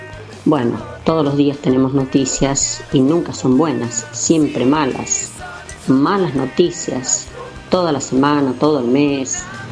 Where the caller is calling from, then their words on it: Córdoba, Argentina; nosotros los cordobeses somos también argentinos